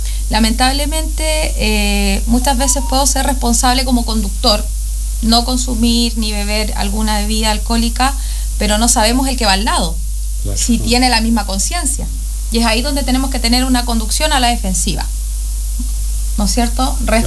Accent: Curicó, Maule, Chile; moved away as an adult; also born or lived in Santiago; now in Coyhaique, Chile; Llegué hace muy poquito a la zona. Llegué en el mes de enero. Así que estamos acostumbrándonos a la Patagonia. Soy oriunda de Curicó. Así que ahí estuve 5 años trabajando por mi institución y me vine a trabajar a Coyhai.

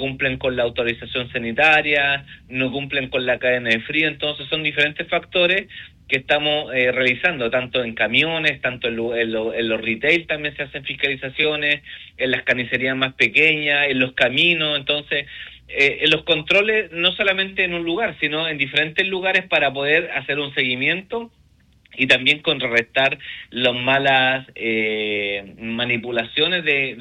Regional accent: Chile; nuestra identidad como chileno

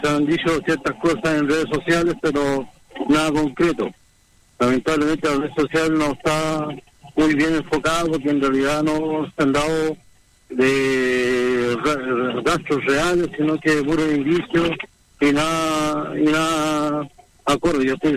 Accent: Calama, Antofagasta, Chile; yo soy de Calama

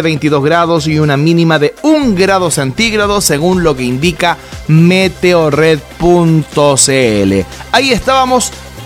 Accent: Chile; todo lo que nos caracteriza como buenos chilenos

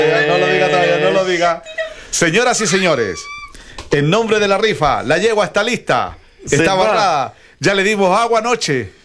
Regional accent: Illapel, Coquimbo, Chile; así como salí yo de Illapel, también pueden salir muchos artistas, como que los provincianos.

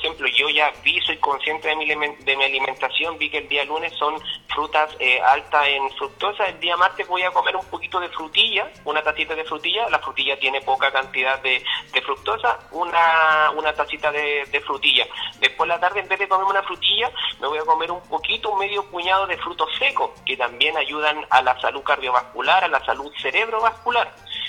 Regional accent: Vallenar, Atacama, Chile; now in Coquimbo, Chile; yo vivo, soy de Vallenar, vivo en Coquimbo, La Serena

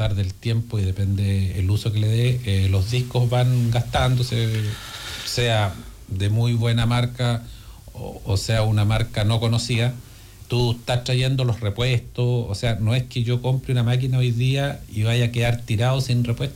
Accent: Patagonia, Chile; como buenos chilenos, no sé si de Arica a Punta Arenas o hablemos como buenos patagones

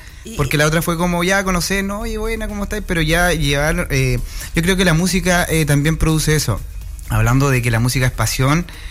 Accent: Mulchén, Biobío, Chile; moved away as an adult; now in Los Ángeles, Chile; Yo estoy viviendo hace 5 años en Los Ángeles, pero yo soy nacido y criado en Mulchen.

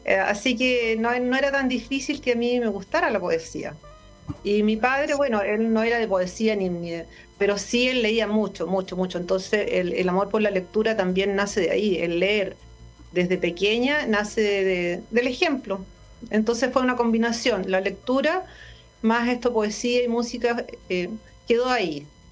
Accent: southern Chile, Chile; born there; now in Pirque, Chile; Yo en este momento estoy en Pirque, en Santiago. Desde por acá estoy. Pero yo nací

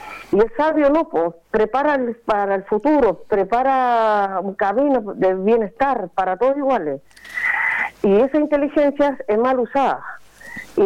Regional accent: Cabildo, Valparaíso, Chile; Yo nací y crié en mi pueblo de Cabildo, el sector de San José, donde toda vida he vivido

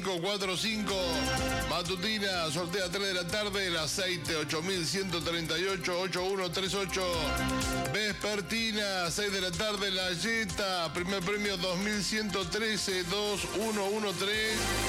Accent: La Pampa, Argentina; Ah, nosotros somos de La Pampa, claro.

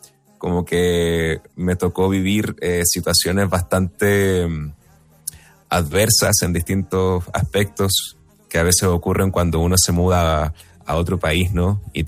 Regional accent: Chile; now in Mexico City, Mexico; Somos todos chilenos.

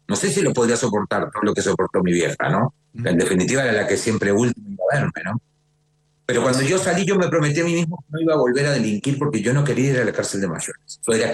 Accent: Uruguay; moved away as an adult; now in Chile; yo estoy en Chile, soy uruguayo. Pero todo esto pasó en Uruguay, ¿no? Hoy vivo en Chile hace años

